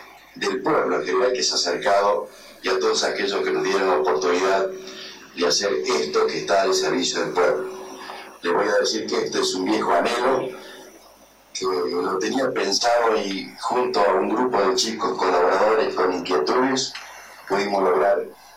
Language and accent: Spanish; Ballesteros, Córdoba, Argentina; born there; Yo nací en Ballesteros, moriré en Ballesteros. Nací en esta casa